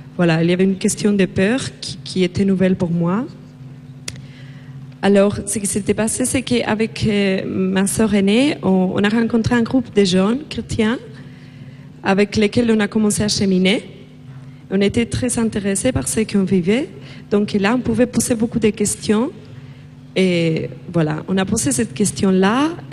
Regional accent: Spain; je viens d'Espagne.

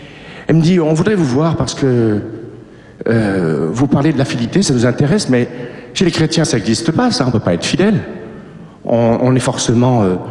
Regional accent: Clermont-Ferrand, Auvergne-Rhône-Alpes, France

